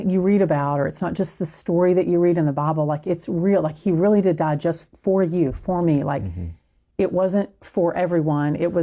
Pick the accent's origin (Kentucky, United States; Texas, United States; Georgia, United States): Texas, United States; I'm Texan, so it should have a pronunciation guide in there